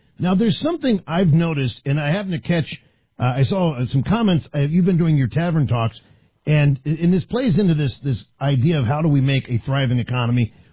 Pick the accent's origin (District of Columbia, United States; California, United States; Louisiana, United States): District of Columbia, United States; Washington; moved away as an adult; now in Wisconsin, United States; I'm a refugee from Washington, D.C., where I was born and raised. One of the things that when I moved here in 2007 that struck me